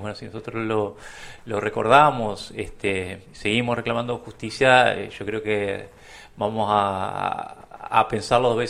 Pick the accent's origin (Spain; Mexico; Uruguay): Uruguay; nuestra identidad como uruguayos